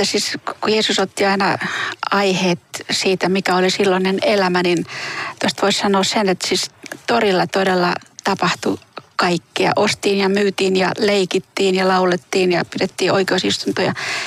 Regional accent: Kotka, Kymenlaakso, Finland; moved away; Kotkassa, josta mä oon kotoisin

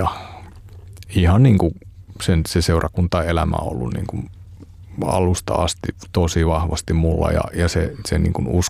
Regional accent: Raahe, North Ostrobothnia, Finland; Ja Raahe on mun kotipaikka siinä mielessä, että vanhemmat asuu siellä edelleenkin.

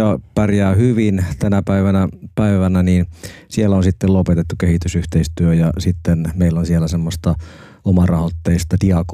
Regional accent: Alajärvi, South Ostrobothnia, Finland; Alajärvi Pohjanmaalla.

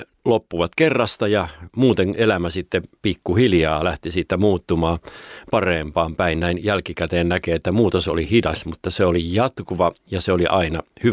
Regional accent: Tampere, Pälkäne, Kangasala, Pirkanmaa, Finland; born there; me muutettiin sitä aika pian Tampereelta pois ja tuonne Pälkäneelle

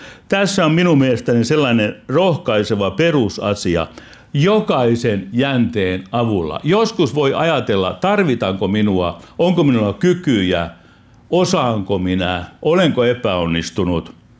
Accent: Perniö, Southwest Finland, Finland; Meillä Perniössä äiti oli kaupassa töissä ja isä valtion rauta

